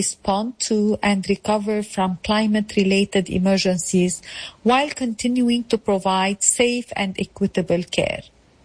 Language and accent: English; Lebanon; now in Beirut, Lebanon; nursing professor from Lebanon. I'm a faculty at the American University of Beirut School of Nursing. I'm currently talking from Beirut